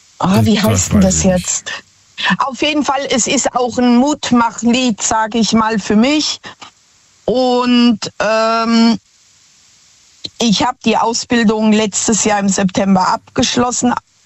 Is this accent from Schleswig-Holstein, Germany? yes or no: no; Zeiskam, Rhineland-Palatinate, Germany; Aus Zeiskamp, das ist bei Landau, Speyer, Germersheim.